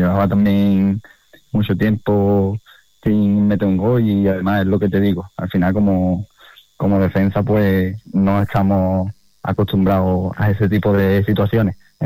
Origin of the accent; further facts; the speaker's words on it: Arcos de la Frontera, Andalusia, Spain; el equipo de mi pueblo